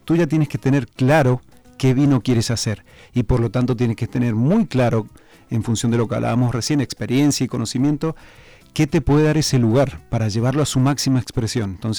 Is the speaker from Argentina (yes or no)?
yes; Argentina; now in Spain; volviendo a mi tierra, Argentina